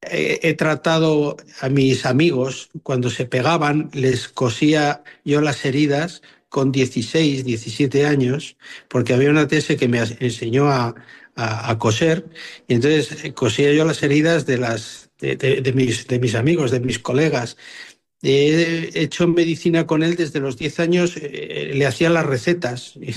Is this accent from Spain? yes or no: yes; Fresno el Viejo, Castile and León, Spain; Eso en mi pueblo, por ejemplo, en Castilla, en Fresno el Viejo y Salamanca, era la norma.